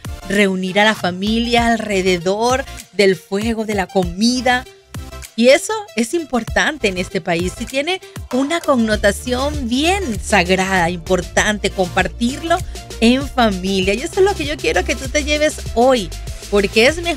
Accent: Venezuela; now in United States; Bueno, yo que soy venezolana, ahí tenemos una diferencia entre esa parrilla o la carne asada venezolana y la hamburguesa americana.

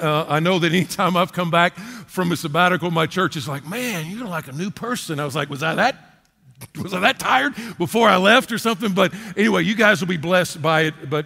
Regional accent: Texas, United States; also born or lived in North Carolina; growing up in Texas, going to school in Lubbock and Fort Worth, et cetera, is when we moved to Western North Carolina

